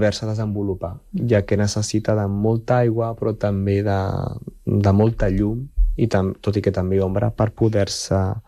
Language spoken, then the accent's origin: Catalan; Barcelona, Catalonia, Spain; moved away as an adult; also born or lived in Peru; jo soc de Barcelona, però vaig viure durant molts anys al Perú